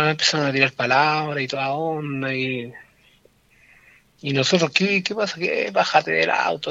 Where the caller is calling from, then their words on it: Requínoa, O'Higgins, Chile; De acá, Requinoa.